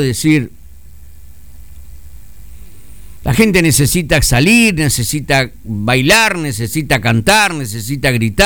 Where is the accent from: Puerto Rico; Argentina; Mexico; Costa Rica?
Argentina; Me avergüenzan como argentino, como ciudadano.